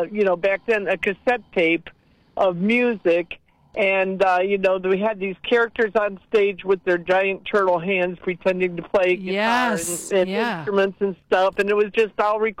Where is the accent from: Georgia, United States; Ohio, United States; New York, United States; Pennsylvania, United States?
Ohio, United States; But I grew up on Lake Erie.